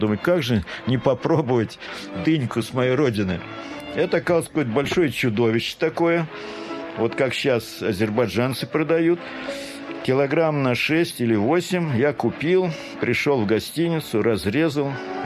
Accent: Kazakhstan; born there; Я еще говорю, я еще и казах, потому что я родился в Казахстане, А раз это моя земля и родина, значит, я еще немножко и казах.

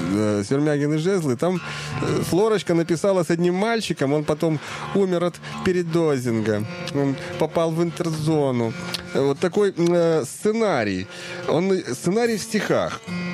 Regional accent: Bohodukhiv, Kharkiv Oblast, Ukraine; accent: rural Bohodukhiv; now in Moscow, Russia; я не могу избавиться от своего колхозного богодуховского выговора.

